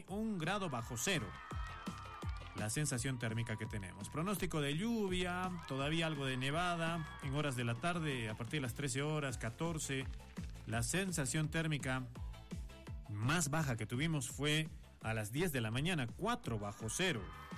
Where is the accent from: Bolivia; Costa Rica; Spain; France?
Bolivia